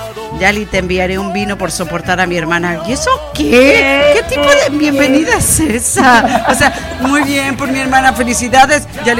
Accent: Santiago, Santiago Metropolitan Region, Chile; ¿Cómo le va a mandar un vino mendocino si somos de Santiago de Chile?

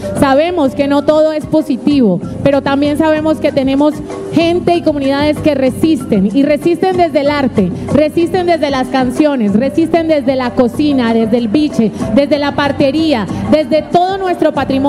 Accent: Santander de Quilichao, Cauca, Colombia; Santander de Quilichao, mi tierra, Rosy.

